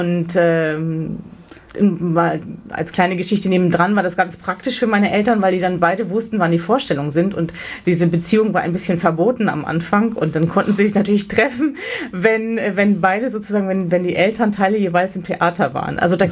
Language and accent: German; Slovenia; German is a second language; now in Germany; Ich stamme aus Slowenien, das haben wir also diese zwei Länder genommen und natürlich die momentane Heimat von uns beiden, nämlich Deutschland